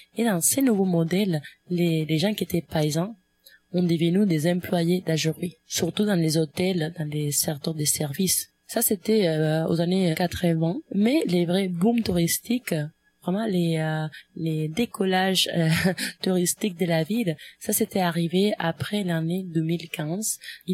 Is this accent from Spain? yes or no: yes; Spain; French is a second language; Moi, je viens de l'Espagne, qui c'est quand même une monarchie parlementaire.